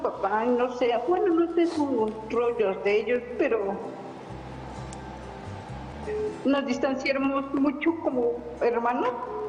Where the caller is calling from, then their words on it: Querétaro, Mexico; De aquí, de Querétaro.